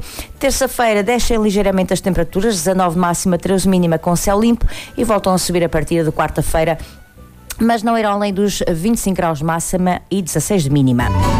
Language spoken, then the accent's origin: Portuguese; Monte Redondo, Portugal; born there; vou até à minha aldeia, Monte Redondo